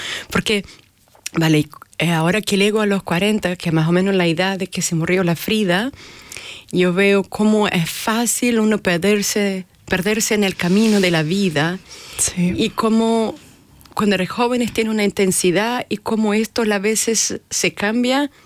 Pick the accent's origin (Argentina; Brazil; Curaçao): Brazil; Spanish is a second language; now in Hamburg, Germany; yo soy brasileña, vivo acá en Hamburgo.